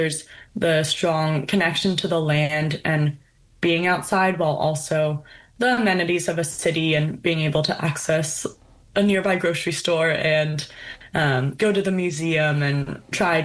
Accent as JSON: {"language": "English", "town": "San Francisco", "region": "California", "country": "United States", "tie": "born or raised there", "also_born_or_lived": "Vermont / Grand Canyon", "moved": "as an adult", "lives_now": "Anchorage, United States", "said": "Growing up in San Francisco, it's a city, but it's a geographically small city with a lot of access to going to the beach and getting out into the hills and the forests all around."}